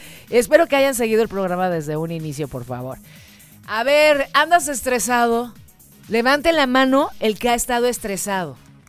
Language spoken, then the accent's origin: Spanish; Mexico